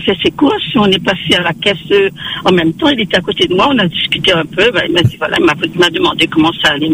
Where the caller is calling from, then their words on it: La Possession, Réunion; Et comme moi, j'habite à la Possession, j'avais aussi une profession libérale sur la Possession